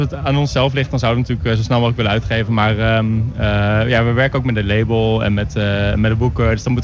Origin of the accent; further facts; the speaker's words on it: Doetinchem, Gelderland, Netherlands; we komen allemaal uit Doetinchem